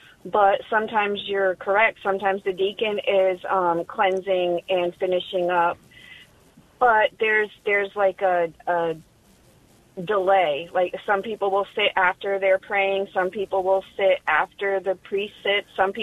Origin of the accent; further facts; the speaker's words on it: New England, United States; now in North Carolina, United States; So So I was raised in New England, Catholic, and I just noticed that some of the things that we do here are a little different